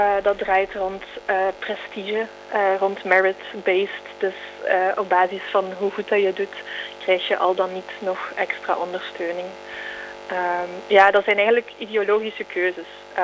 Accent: Flanders, Belgium; Maar ik denk dat het bij ons in Vlaanderen, met onze economie, wel duidelijk is dat wij gewoon heel veel hoogopgeleide nodig hebben.

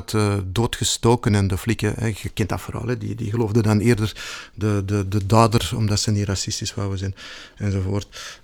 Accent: Antwerp, Flanders, Belgium; also born or lived in Belgrade, Serbia; mijn roots, etnisch gezien, behalve Vlaming en België en Antwerpen, ben ik ook Montenegrijn. Maar ik ben geboren in Belgrado, toen de hoofdstad van Joegoslavië en nu de hoofdstad van Servië.

